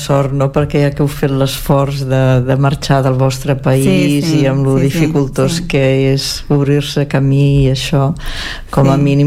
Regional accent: Catalonia, Spain

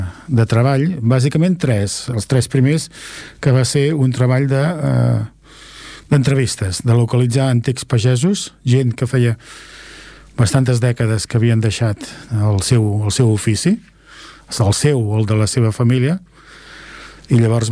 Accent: Esplugues de Llobregat, Catalonia, Spain; a investigar a nivell del meu poble, el poble que t'estimes, que és Esplugues.

